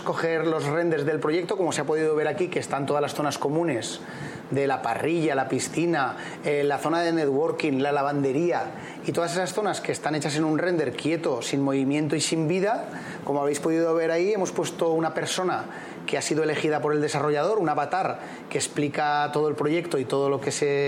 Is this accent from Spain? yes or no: yes; Spain; somos españoles